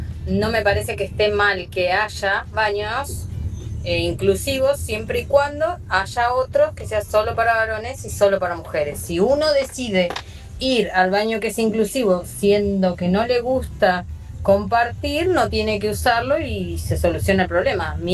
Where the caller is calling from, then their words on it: Morón, Buenos Aires Province, Argentina; de Morón.